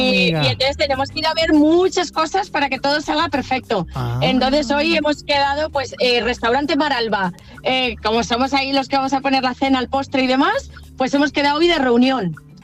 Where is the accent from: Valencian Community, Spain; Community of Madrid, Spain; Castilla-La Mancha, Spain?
Castilla-La Mancha, Spain; Ciudad Real; todos son de Albacete y yo soy de Ciudad Real.